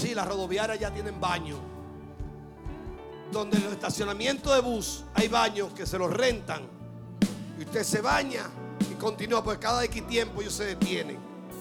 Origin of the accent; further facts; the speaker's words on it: Dominican Republic; yo soy un pastor dominicano que estaba en Brasil cumpliendo con una agenda